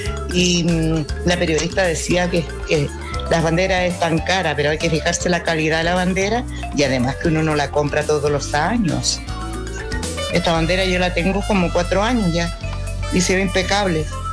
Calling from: Río Negro, Los Lagos, Chile; yo soy del sector de Buenaventura, pasadito el Puente Rahue, pertenezco a Río Negro. Y estoy cerca de la carretera

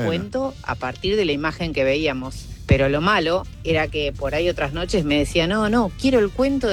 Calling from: Tigre, Buenos Aires Province, Argentina; vivo en Tigre.

